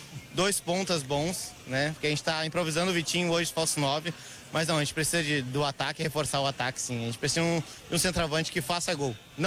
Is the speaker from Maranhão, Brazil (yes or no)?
no; Porto Alegre, Rio Grande do Sul, Brazil; Aqui de Porto Alegre mesmo.